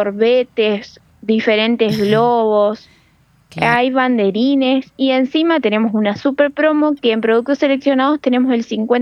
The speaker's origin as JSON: {"language": "Spanish", "country": "Argentina", "said": "somos argentinos y queremos festejar nuestra selección, nuestro equipo."}